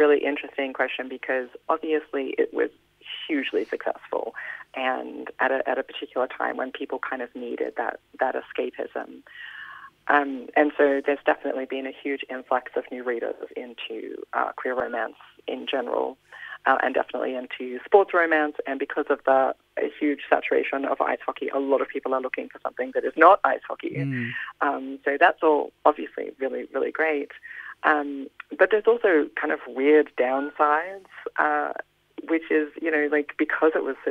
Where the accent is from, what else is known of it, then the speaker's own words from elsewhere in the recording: Australia; I'm Australian, so like everything that's going to come out of my writing is going to naturally sound Australian.